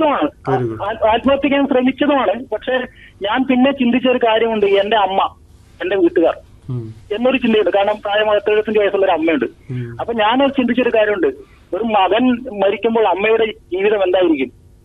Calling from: Kasaragod, Kerala, India; ഞാൻ കാസർഗോഡ് നിന്നാണ് വിളിക്കുന്നത്.

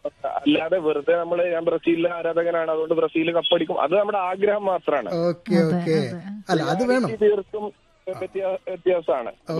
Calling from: Pattambi, Kerala, India; ഞാൻ പട്ടാമ്പിയിലാണ്.

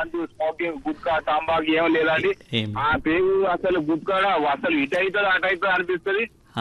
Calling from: Warangal district, Telangana, India; మాది వరంగల్ జిల్లా కొమ్మాల గ్రామం.

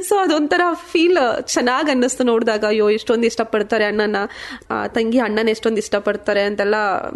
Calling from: Hangala, Karnataka, India; ಅದು ನಮ್ದು ಗುಂಡುಪೇಟೆ ಪಕ್ಕ ಹಂಗ್ಲಾ ಅಂತ ಊರಿತ್ತು.

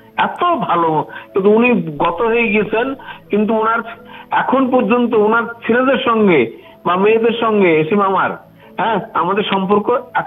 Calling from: Baharampur, West Bengal, India; আমি পশ্চিমবঙ্গের মুর্শিদাবাদ জেলার বহরমপুর থেকে

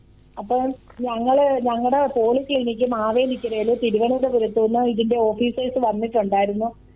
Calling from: Mannar, Kerala, India; ഞാൻ ആലപ്പുഴ ജില്ലയിലെ മാന്നാർ എന്ന് പറഞ്ഞ സ്ഥലത്തുനിന്ന് വിളിക്കുക.

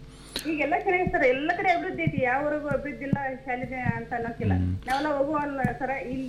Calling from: Kukanur, Karnataka, India; Kunur Koppa district sir.

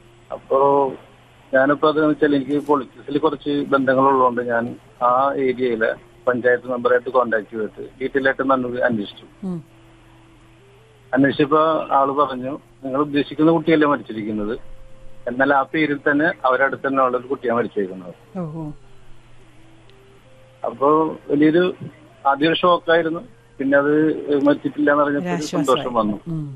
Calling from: Azhikode, Kerala, India; Azhikode.

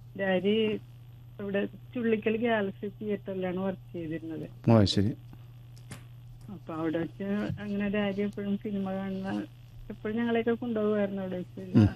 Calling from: Vypin, Kerala, India; ഞാൻ വൈഫിൻ്റെന്നാണ്

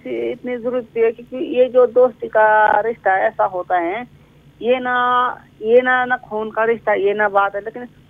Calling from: Shimla, Himachal Pradesh, India; बात कर रहा हूँ शिमला से।

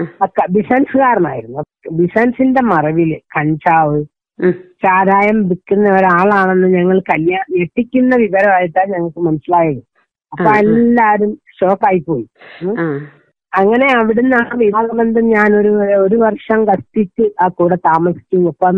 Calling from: Kerala, India; Vellad. Vellad, Karivanchal Vellad.

